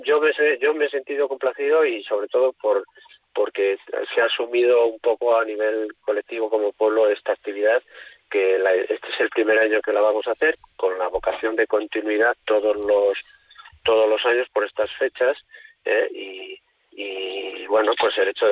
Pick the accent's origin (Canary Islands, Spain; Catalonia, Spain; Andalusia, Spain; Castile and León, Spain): Castile and León, Spain; Husillos